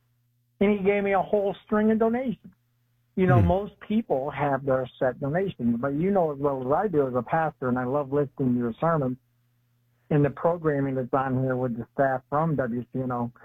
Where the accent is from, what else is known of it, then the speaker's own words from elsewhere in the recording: Detroit, Michigan, United States; moved away; I was just in my home state of Detroit, Michigan